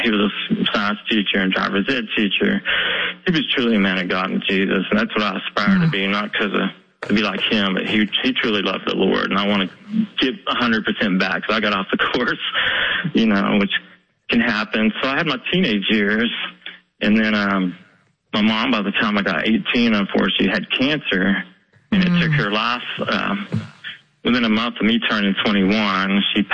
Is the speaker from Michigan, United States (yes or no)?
no; Weatherford, Oklahoma, United States; I know people in Oklahoma City and my hometown of Weatherford and a lot of places that are going through loneliness too